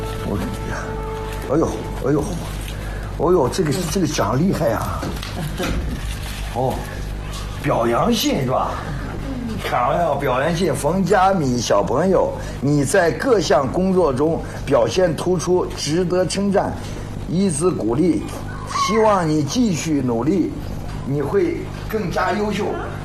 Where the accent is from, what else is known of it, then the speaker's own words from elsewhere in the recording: Xinjiang, China; 这个123团是我出生的地方，也是我工作和生活的地方。